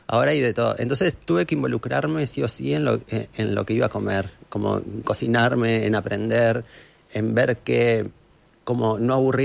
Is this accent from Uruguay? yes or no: yes; Pando, Canelones, Uruguay; yo soy de Pando